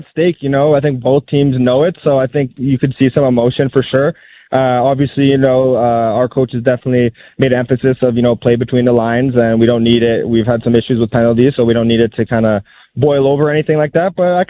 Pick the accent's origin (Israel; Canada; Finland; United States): Canada; born there; being Canadian born.